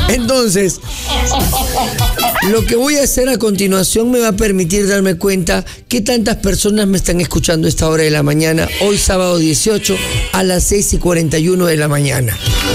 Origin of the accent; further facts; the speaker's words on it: Peru; Ese es mi Perú hermoso. Me siento orgulloso en mi tierra.